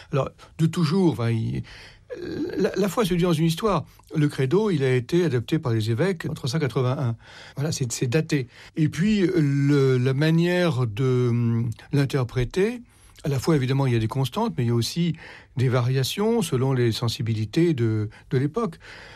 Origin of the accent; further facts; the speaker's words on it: France; Qu'on soit patriote, parce que bon, on est français, donc on est solidaire de la France